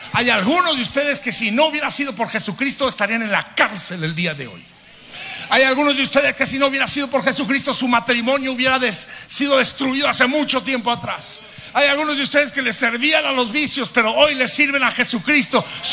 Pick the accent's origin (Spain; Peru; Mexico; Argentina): Mexico; Durango; accent: norteño